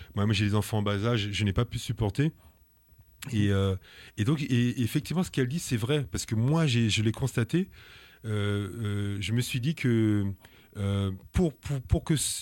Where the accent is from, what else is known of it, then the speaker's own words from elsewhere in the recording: Paris, Île-de-France, France; now in Guadeloupe; Je suis ce qu'on appelle un négropolitain. Je suis né à Paris, j'ai grandi à Paris. Et moi, je suis retourné en Guadeloupe pour être expert comptable.